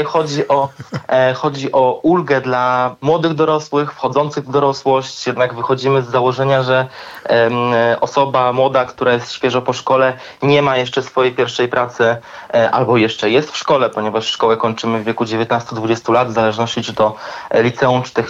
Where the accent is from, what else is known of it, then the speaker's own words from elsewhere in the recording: Kołobrzeg County, West Pomeranian Voivodeship, Poland; Sam pochodzę z powiatu kołobrzeskiego.